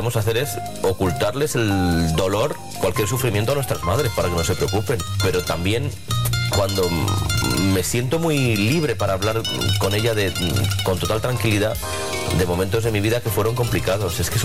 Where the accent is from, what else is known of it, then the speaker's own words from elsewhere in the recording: Badalona, Catalonia, Spain; born there; now in Madrid, Spain; Vamos a ver, nací en Badalona, estoy orgullosísimo. Me sale la vena muy catalana en Madrid.